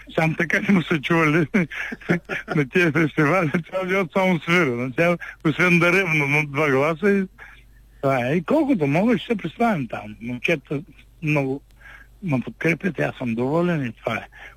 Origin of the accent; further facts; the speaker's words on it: Dalbok Izvor, Plovdiv Province, Bulgaria; moved away; Моята родина е тук, моето родно село е тук, моя баща тук, дядо ми, все музиканти, основатели, първомайски групи.